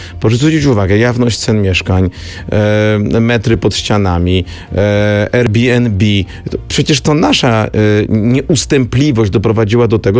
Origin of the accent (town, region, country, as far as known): Kraków, Lesser Poland, Poland